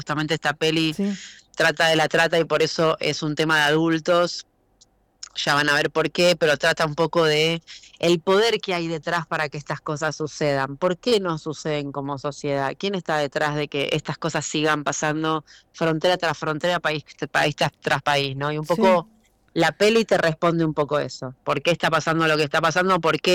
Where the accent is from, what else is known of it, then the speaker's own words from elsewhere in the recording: Buenos Aires, Argentina; Soy porteña, pero tengo una casita en el Rincón